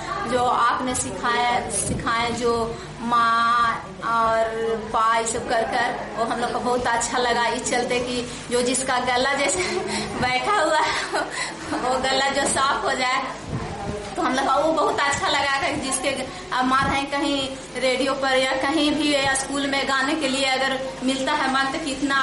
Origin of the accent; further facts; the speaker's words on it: Deo, Bihar, India; मैं देव की रहने वाली हूँ, मैं यहाँ की दोस्त हूँ